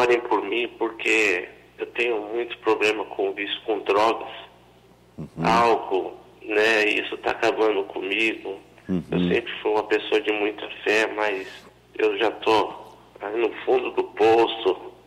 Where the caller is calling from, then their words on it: Santo André, São Paulo, Brazil; Eu falo de Santo André